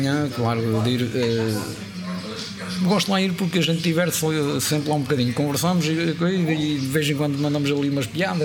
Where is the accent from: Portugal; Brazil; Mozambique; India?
Portugal; moved away as an adult; now in São Martinho, Portugal; Esta é a terra deles, esta nem é a minha. Aliás, se calhar até a minha terra, porquê? Porque já cá estou há 40 anos e na Gratinheira só tive praticamente 20 ou 20.